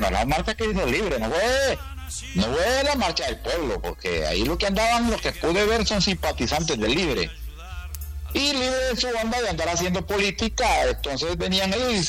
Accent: Honduras; yo estoy claro como hondureño

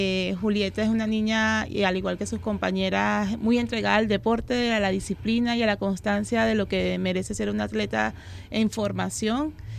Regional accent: Caracas, Capital District, Venezuela; moved away as an adult; now in Rancagua, Chile; Soy venezolana.

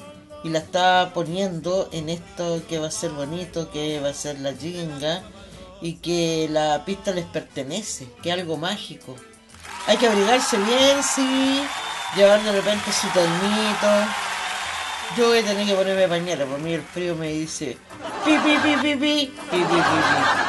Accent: Chile; Siempre chilenos somos así. Si no somos nada japoneses, somos chilenos nomás medio desordenados

